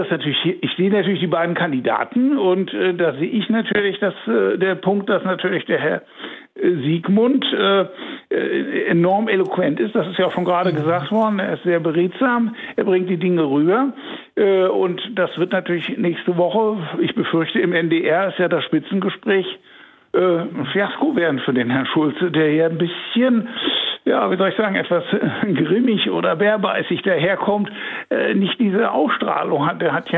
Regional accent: West Germany, Germany; ich bin Bundesbürger, ich bin am Westen aufgewachsen, aber ich habe weitläufig Verwandte in der DDR gehabt und ich war sehr oft auch in der DDR.

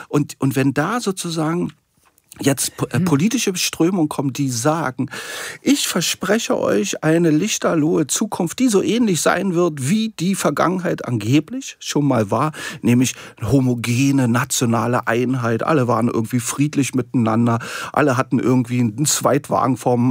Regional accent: East Germany, Germany; ich kann mich noch sehr gut an meine Kindheit, Jugend und dann vor allen Dingen mein frühes Erwachsenenleben in der DDR erinnern.

